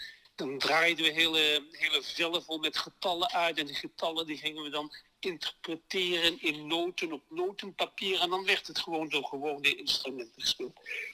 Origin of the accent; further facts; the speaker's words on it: Maastricht, Limburg, Netherlands; born there; En heel lang geleden ben ik geboren in Maastricht.